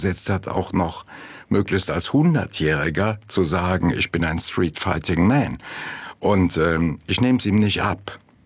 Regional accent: Mayen, Rhineland-Palatinate, Germany; born there; geboren in Mayen, Eifel, meine Geburtsstadt.

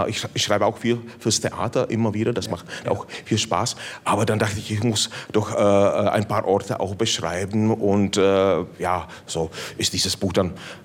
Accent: northeastern Bohemia, Czechia; Also als Tscheche, ich komme eben aus Nordostböhmen, dann spreche ich natürlich ja nicht nur Tschechisch und Deutsch, aber auch einigermaßen sehr, sehr gut Polnisch. Dazu noch kommt das Slowakische.

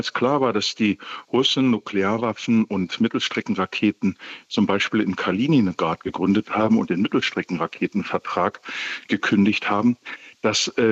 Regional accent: Germany; Und wir sollten uns auch persönlich in Europa sehr klar werden als Deutsche, dass inzwischen wir mehr von der Ukraine abhängig sind als die Ukraine von uns.

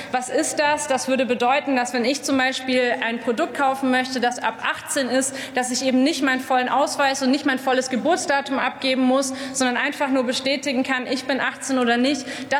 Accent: Nuremberg, Bavaria, Germany; Im Moment in meiner Heimatstadt Nürnberg wurde eine Haushaltssperre verhängt.

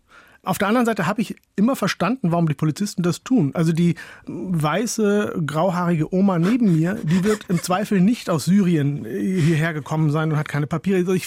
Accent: North Germany, Germany; Tatsächlich komme ich aus Holland-Wiel, fleht aus einem Dorf in Norddeutschland, aber das meinen die nicht.

